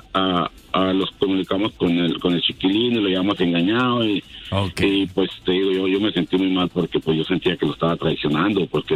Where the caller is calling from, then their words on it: Arizona, United States; De aquí de Arizona.